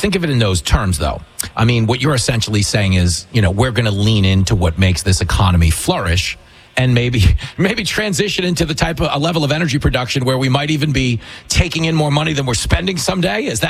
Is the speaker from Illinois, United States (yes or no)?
no; New York, United States; because I'm from New York, and that's pretty much how people get around.